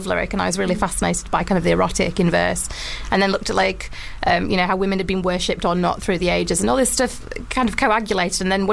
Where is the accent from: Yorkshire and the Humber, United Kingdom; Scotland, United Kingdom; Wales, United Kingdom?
Yorkshire and the Humber, United Kingdom; Wakefield; I'm from Wakefield. Okay. Yeah, Wakey. My accent's changed